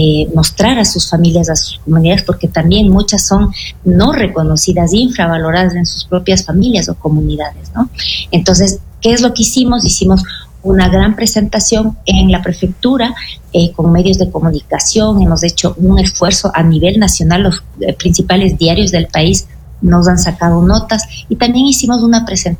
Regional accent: Imbabura, Ecuador; nosotras acá como mujeres desde Imbabura.

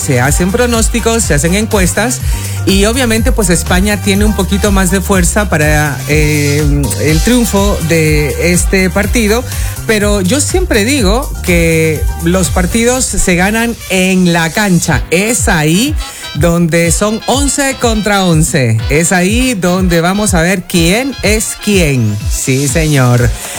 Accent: Ecuador; now in Spain; Soy ecuatoriano, pero también me siento español, Cecilia.

